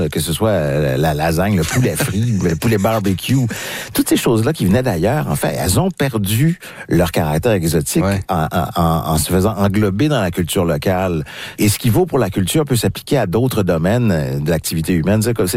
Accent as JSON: {"language": "French", "region": "Quebec", "country": "Canada", "said": "chez moi, mais je suis du Saguenay-Lac-Saint-Jean, madame."}